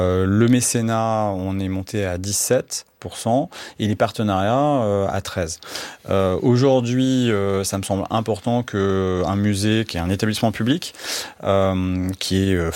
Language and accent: French; Normandy, France; now in Lille, France; je ne suis pas lillois, je viens de Normandie et puis je suis passé par différentes institutions qui étaient d'ailleurs plus en milieu rural